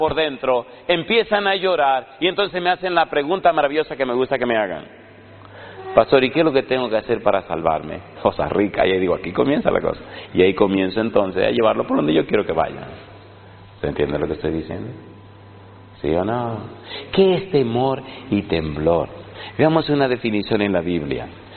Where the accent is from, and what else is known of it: Dominican Republic; moved away